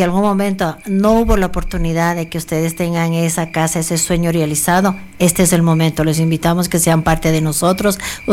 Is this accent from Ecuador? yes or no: yes; Ecuador; now in United States; Yo soy ecuatoriana.